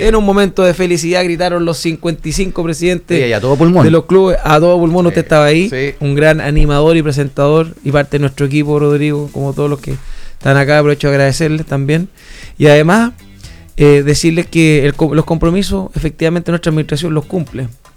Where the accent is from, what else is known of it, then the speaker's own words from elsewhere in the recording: Chile; born there; administrar mi comuna donde nací